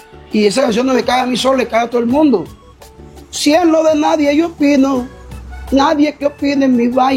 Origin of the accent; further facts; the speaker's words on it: Fundación, Magdalena, Colombia; Fundación porque es mi pueblo